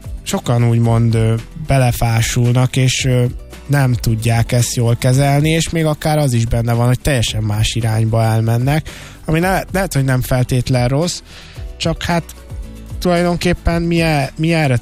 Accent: Hungary; now in Budapest, Hungary; Tényleg én mondhatom azt, hogy Pestre egy úgymond vidékiként érkeztem, és azért azt tudni kell, hogy ez egy ilyen íratlan szabály, hogy azért vidéken nem olyan magas a zenei képzés, mint Budapesten

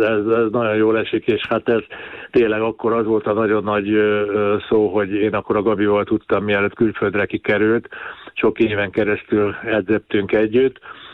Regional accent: Kaposvár, Somogy, Hungary; én kaposvári vagyok, én ott születtem, és most is ott vannak nagyon sok rettentő barátom, ismerősöm. Én ott ismerkedtem meg a labdarúgással, már nagyon gyerekkoromban

